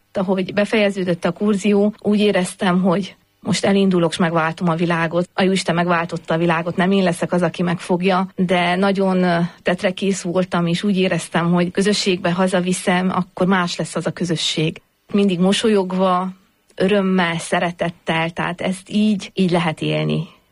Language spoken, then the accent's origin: Hungarian; Transylvania, Romania; Mi érdekes, tehát Erdélyből származom, és nekünk teljesen más, mi ebben növünk bele, tehát ez a mi életünk